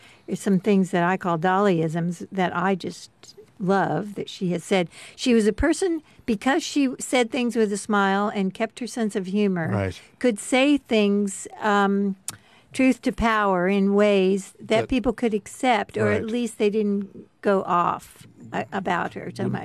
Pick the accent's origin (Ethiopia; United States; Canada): United States; the South; growing up in the South